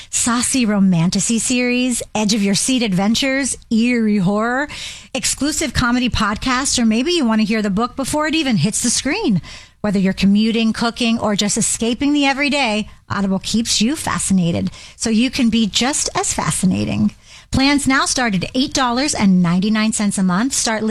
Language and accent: English; Pittsburgh, Pennsylvania, United States; moved away; It's my hometown.